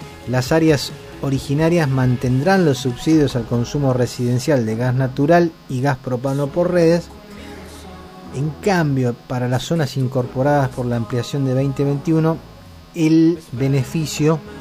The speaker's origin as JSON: {"language": "Spanish", "country": "Argentina", "said": "vivimos en este país, somos argentinos."}